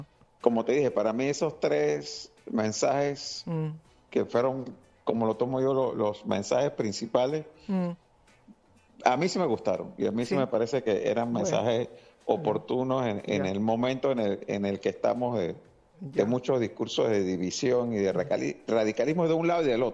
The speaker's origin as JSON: {"language": "Spanish", "country": "Panama", "said": "Bueno, mira, yo te puedo decir como panameño, recordemos que nosotros vivimos una situación parecida"}